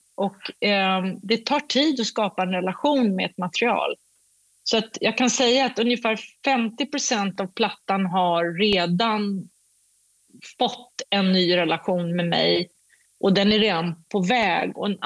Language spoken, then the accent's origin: Swedish; Sweden; Jag är en svensk kvinna.